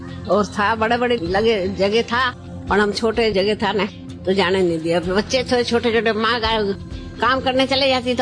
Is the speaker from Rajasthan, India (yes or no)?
yes; Abu Road, Rajasthan, India; now in Mawal, India; हमारा बचपन तो अबरूड में बीता है। हाँ, हम राजी खुशी रहते थे, 8 बहन भाई हैं।